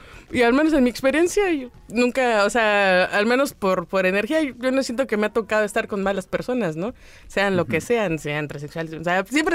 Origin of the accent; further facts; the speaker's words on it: Chiapas, Mexico; moved away; yo soy de Chiapas.